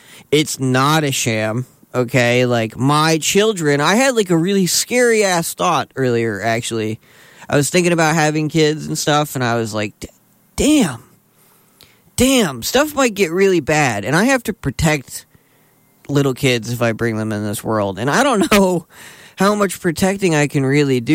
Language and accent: English; United States; as like an American, as a voter, and as someone that served this godforsaken country